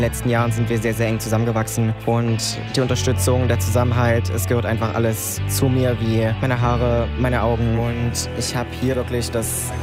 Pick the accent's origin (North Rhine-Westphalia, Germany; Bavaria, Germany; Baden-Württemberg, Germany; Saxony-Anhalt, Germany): Saxony-Anhalt, Germany; Magdeburg; ich bin 24, komme aus Magdeburg